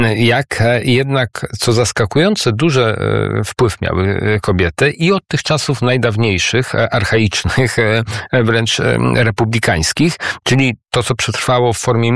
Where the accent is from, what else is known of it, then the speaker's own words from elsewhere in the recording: Bydgoszcz, Kuyavian-Pomeranian Voivodeship, Poland; Tak jest, pozdrawiam serdecznie moje rodzinne miasto.